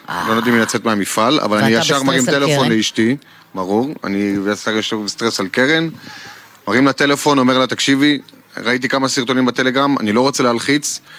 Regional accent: Yad Natan, Southern District, Israel; now in Sderot, Israel; גדלתי במושב יד נתן, ובעצם במרוץ השנים עברתי לסדרות.

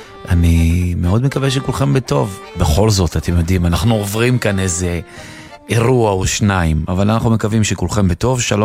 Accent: Southern District, Israel; אני דרומי בנשמה.

